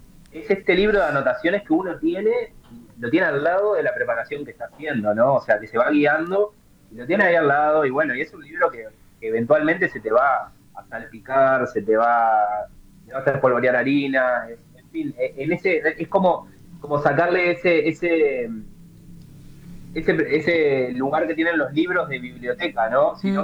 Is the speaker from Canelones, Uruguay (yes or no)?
no; Piriápolis, Maldonado, Uruguay; Soy de Punta Fría, exactamente.